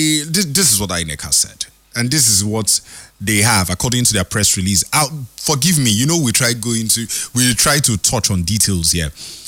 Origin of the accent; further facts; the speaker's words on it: Nigeria; He's Nigerian, I'm Nigerian.